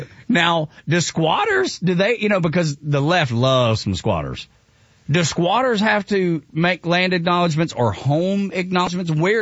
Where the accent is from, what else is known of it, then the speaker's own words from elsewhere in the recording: Dalton, Georgia, United States; And so the Trail of Tears started up near where I'm from. I'm from Dalton, Georgia.